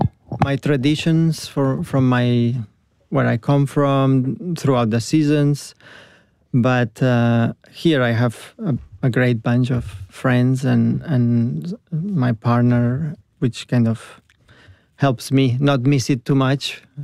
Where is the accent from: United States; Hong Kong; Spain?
Spain; Catalonia; English is a second language; I'm from Catalonia, yes.